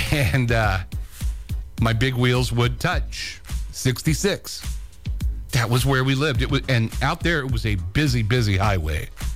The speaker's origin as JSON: {"language": "English", "town": "Elk City", "region": "Oklahoma", "country": "United States", "tie": "born there", "said": "So where I was born in Oklahoma, Elk City is one of the stops on the Mother Road."}